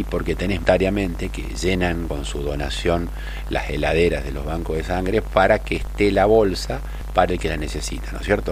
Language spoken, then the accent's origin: Spanish; Argentina; somos solidarios los argentinos?